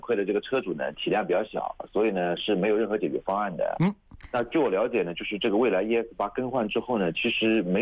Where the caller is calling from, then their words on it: Wuxi, Jiangsu, China; 我是无锡的。